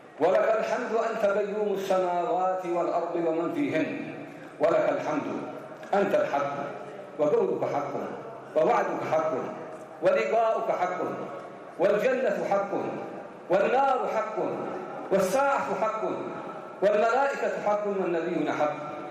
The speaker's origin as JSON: {"language": "Arabic", "country": "Yemen", "said": "نحن كشعب يمني والحمد لله في ضريعة الشعوب التي تحتفي بميلاد رسول الله"}